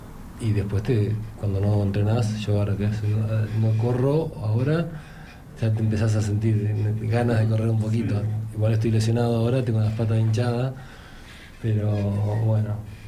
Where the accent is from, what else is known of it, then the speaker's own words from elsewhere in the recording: Buenos Aires, Argentina; Empecé a correr desde que vine de sola de Buenos Aires, me vine acá para